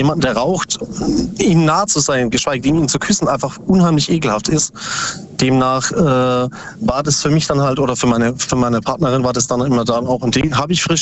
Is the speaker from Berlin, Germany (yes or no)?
no; Bruchsal, Baden-Württemberg, Germany; Aus Upstadt Bayer, nee, Bruchsal.